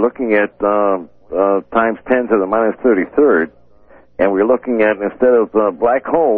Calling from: San Diego, California, United States; I'm calling from San Diego, the home of the Tailhook, Maniacs.

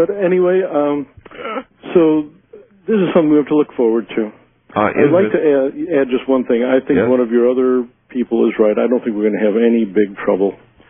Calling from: Fallsville, Washington, United States; in Fallsville, Washington.

